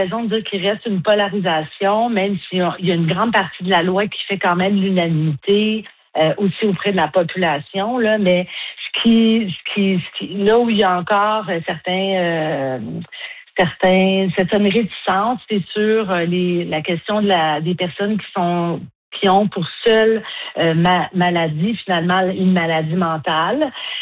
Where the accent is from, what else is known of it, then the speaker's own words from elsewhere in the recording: Quebec, Canada; alors que chez nous, au Québec, par exemple